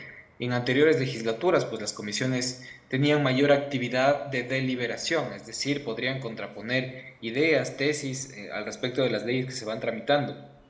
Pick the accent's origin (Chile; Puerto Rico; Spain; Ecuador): Ecuador